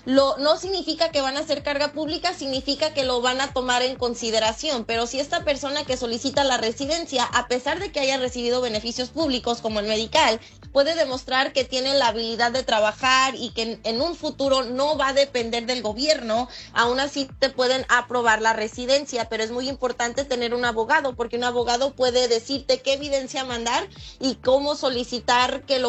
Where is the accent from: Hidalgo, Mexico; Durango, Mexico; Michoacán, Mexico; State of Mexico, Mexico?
Michoacán, Mexico; Uruapan; No, yo nací en Michoacán, yo nací en Uruapan.